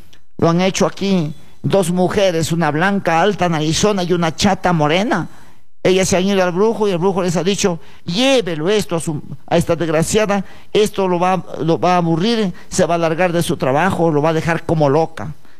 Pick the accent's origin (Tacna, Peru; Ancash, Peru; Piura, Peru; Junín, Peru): Piura, Peru; Cachacoto; Sí, siervos, yo soy de la provincia de Huancabamba. Mi tierra se llama Cachacoto, siervos, ya, cerca de Toluce, Sondorilio.